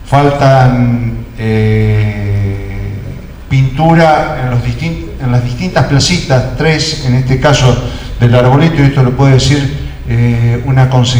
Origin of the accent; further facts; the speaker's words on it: Argentina; Creo que es un deber como argentino y en un recinto como en el que estamos en este momento decirle gracias a Selección Argentina.